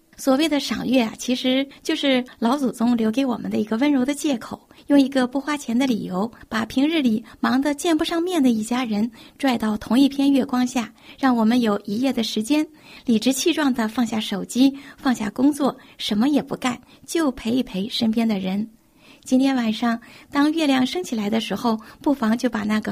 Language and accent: Chinese; China; 我们中国人